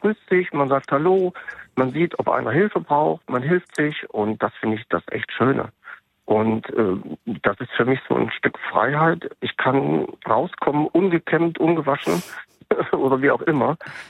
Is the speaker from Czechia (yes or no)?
no; Sweden; now in Ennepetal, Germany; Ja, also ich bin in Schweden aufgewachsen, auf einer schönen Insel.